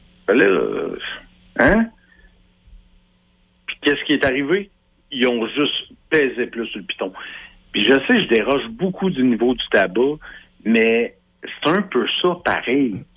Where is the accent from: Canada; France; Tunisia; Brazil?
Canada; Drummondville, Quebec; je suis un peu plus vieux que toi, Max, là, puis je viens de Drummondville, OK?